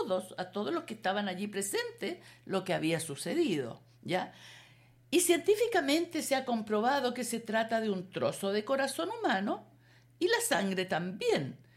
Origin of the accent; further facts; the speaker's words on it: Molina, Maule, Chile; Él estuvo como párroco más de 15 años en Molina, en mi tierra natal.